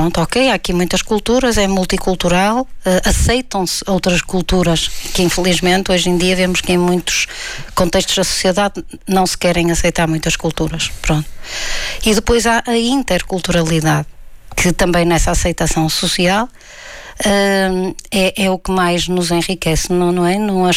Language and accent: Portuguese; Braga, Norte, Portugal; Eu que sempre vivi na cidade onde nasci, etc., e aqui estudei também na Universidade do Minho